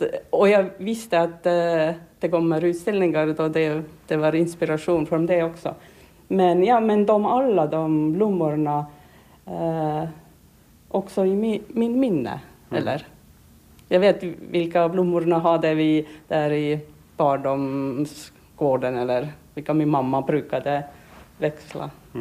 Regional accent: Tallinn, Harju County, Estonia

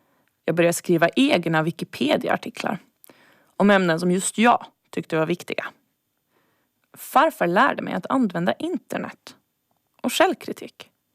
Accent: Godby, Åland, Finland; born there; moved away; Hon arbetade i köket på Godbydaghem när jag gick mina första år på dagis.

